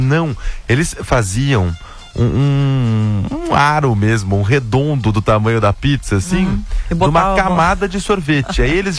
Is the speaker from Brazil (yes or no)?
yes; Campinas, São Paulo, Brazil; Quando eu era moleque lá em Campinas, a gente se juntava também e ia depois da escola pra um rodízio.